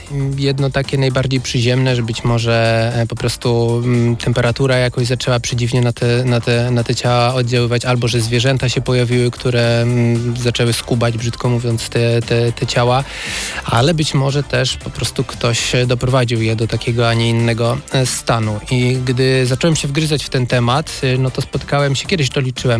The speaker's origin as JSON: {"language": "Polish", "town": "Łódź", "region": "Łódź Voivodeship", "country": "Poland", "said": "pochodzę z Łodzi"}